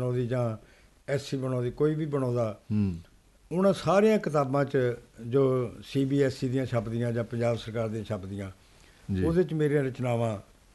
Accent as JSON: {"language": "Punjabi", "town": "Chitti", "region": "Punjab", "country": "India", "said": "ਖੇਡ ਦੇ ਸੱਭਿਆਚਾਰਕ ਕਲੱਬ ਪਿੰਡ ਚਿੱਟੀ ਸਥਾਪਿਤ ਹੈ ਸਾਡੇ ਪਿੰਡ 'ਚ, ਜ਼ਿਲ੍ਹਾ ਪ੍ਰਸ਼ਾਸਨ ਜਲੰਧਰ ਦੇ ਵਿੱਚੋਂ 2 ਇਨਾਮ ਸਨਮਾਨ ਮੈਨੂੰ ਪ੍ਰਾਪਤ ਹੋਏ ਹਨ।"}